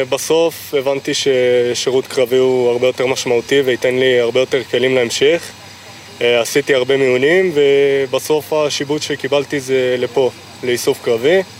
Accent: Beersheba, Southern District, Israel; בן 20 מבאר שבע.

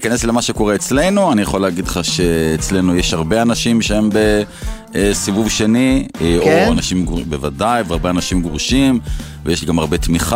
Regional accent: Beit El, West Bank, Palestine; אני גדלתי בבית אל

